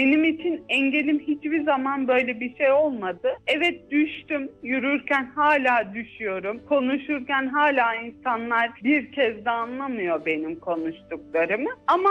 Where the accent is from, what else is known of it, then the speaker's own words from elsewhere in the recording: Çorum, Turkey; born there; 1993 Çorum doğumluyum.